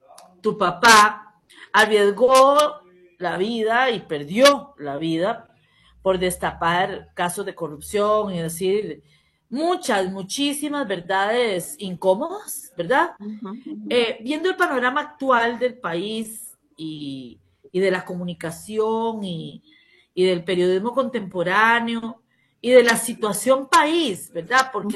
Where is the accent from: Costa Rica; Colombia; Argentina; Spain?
Costa Rica